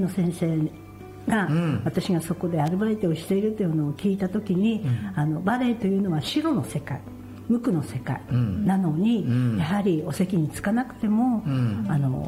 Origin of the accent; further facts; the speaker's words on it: Sapporo, Hokkaido, Japan; お母ちゃんと私が札幌で生まれ育ったんですけれども、うん、もうすごいガチガチのやっぱり北海道人